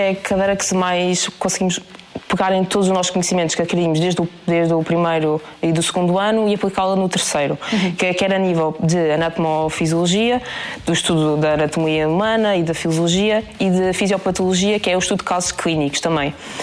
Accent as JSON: {"language": "Portuguese", "region": "Algarve", "country": "Portugal", "said": "ainda te sou do Algarve, professora."}